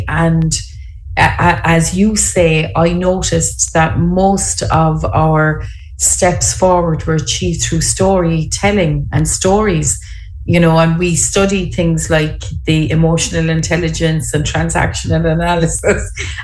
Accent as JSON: {"language": "English", "town": "Cork", "region": "Munster", "country": "Ireland", "said": "from Cork City and I'm based in the studio this week"}